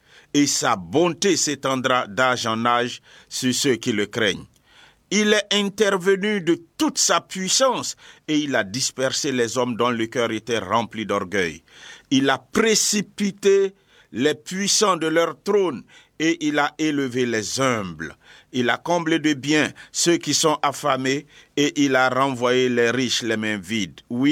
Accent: Bondoukou, Zanzan, Côte d’Ivoire; Je suis natif de Bondoukou

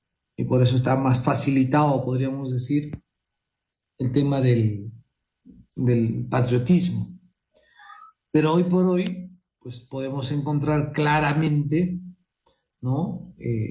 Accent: Peru; en el caso para nosotros, el Perú, nuestra madre patria.

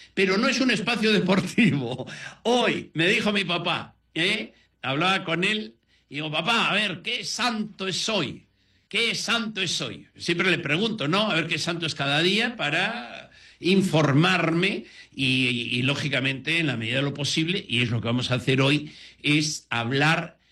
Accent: Castile and León, Spain; comparado con la ribera del Órbigo, del río Órbigo, que es donde está mi pueblo, es una ribera productiva.

